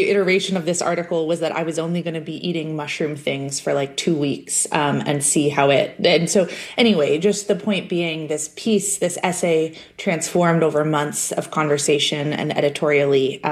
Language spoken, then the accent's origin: English; Portland, United States; I grew up in Portland, but I hadn't grown up mushroom foraging.